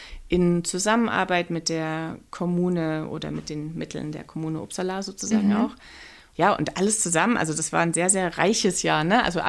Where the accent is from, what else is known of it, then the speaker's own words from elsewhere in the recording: Saxony, Germany; habe ich das quasi mit der Landschaft meiner Herkunft, wo ich aufgewachsen bin, gemacht, das Erzgebirge, wo ich eigentlich immer erstmal weg wollte